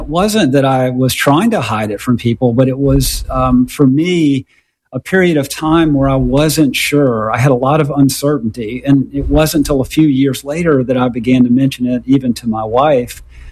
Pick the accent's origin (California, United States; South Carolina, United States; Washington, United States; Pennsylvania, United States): South Carolina, United States; I grew up near Charleston, South Carolina